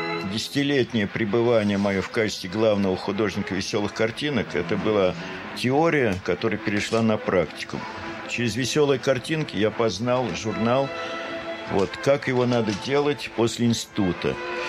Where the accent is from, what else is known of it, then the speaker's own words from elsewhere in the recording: Russia; moved away as an adult; also born or lived in France; хотя я по кровям очень сложный человек, но я русский.